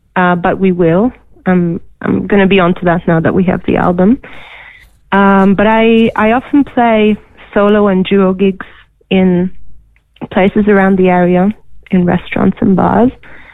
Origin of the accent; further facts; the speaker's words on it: Hungary; now in Milton, Australia; 3.5 years in Milton. My partner's from here, so that's how I ended up here. I'm originally from Hungary, and yeah, but I'm going to stay here for the future.